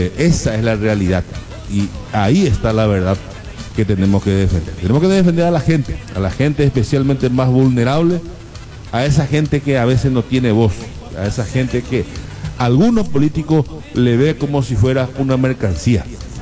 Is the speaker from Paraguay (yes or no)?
yes; Paraguay; como vecinos, como ciudadanos, como paraguayos.